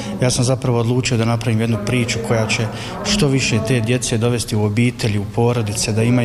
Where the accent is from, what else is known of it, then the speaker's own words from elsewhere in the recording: Federation of Bosnia and Herzegovina, Bosnia & Herzegovina; born there; upravo iz razloga jer sam ja rođen u jednom malom selu kod Gornjeg Vakufa u podnožju planine Vranice i rođen sam u Ikavici